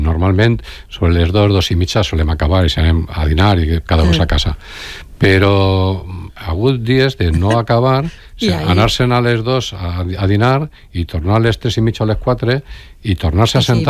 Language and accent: Catalan; Alboraia, Valencian Community, Spain; jo soc d'Alboraia, en la meva zona, el Màser, Alboraia, Tavernes, que és on rega Rascanya